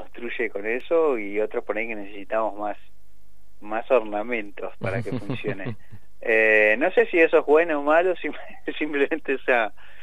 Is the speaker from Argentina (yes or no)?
yes; Mar del Plata, Buenos Aires Province, Argentina; yo soy marplatense